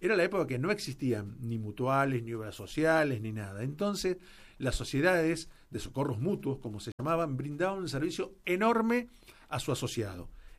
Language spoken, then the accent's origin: Spanish; Argentina